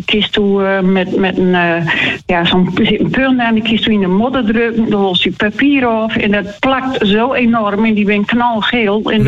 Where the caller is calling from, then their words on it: Uithuizermeeden, Groningen, Netherlands; Uit Huizenmeden.